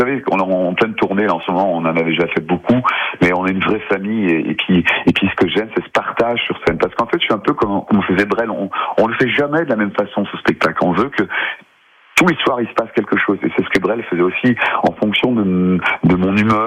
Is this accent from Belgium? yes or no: yes; Schaerbeek, Brussels-Capital Region, Belgium; Donc on a ce côté bruxellois. Donc moi je suis né à Schaerbeek, il est né à Schaerbeek aussi.